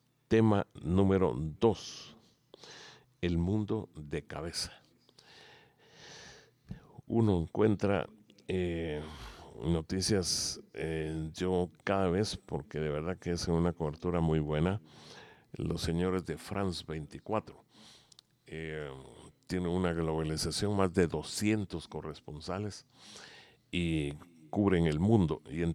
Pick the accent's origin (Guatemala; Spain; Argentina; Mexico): Guatemala; Todo el año tendremos que ser nacionalistas si nos sentimos guatemaltecos realmente de manera constante